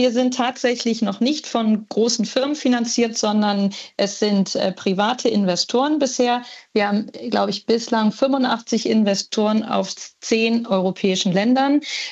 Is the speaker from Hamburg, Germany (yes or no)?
no; Bremen, Germany; Aber das halbgrüne W-Trikot auf dem W auf dem Trikot ist natürlich was Cooles, gerade als Bremerin.